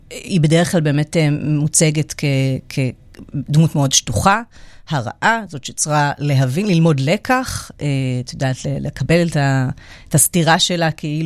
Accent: Netanya, Central District, Israel; אני גדלתי בשנות ה-90. איפה גדל? בנתניה.

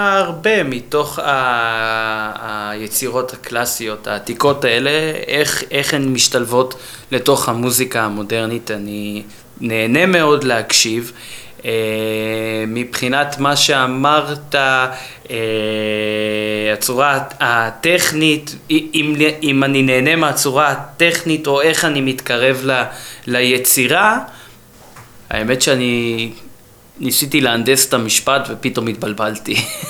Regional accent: Tel Aviv, Tel Aviv District, Israel; אני במקור מתל אביב, וחוץ מכדורגל, זה ענף ספורט מספר 2 בעיר הזאת, לצאת לדייטים.

